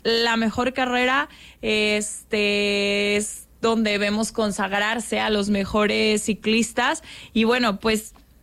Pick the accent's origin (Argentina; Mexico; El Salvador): Mexico; como mexicanos que venimos saliendo del mundial y nos sentimos muy cerca de nuestros compatriotas